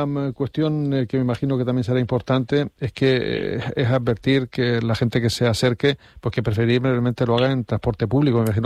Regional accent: Canary Islands, Spain; porque somos así, los canarios, los españoles

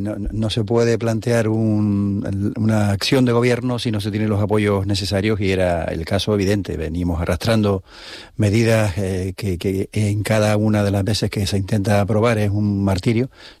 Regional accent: Canary Islands, Spain; la nuestra en Canarias

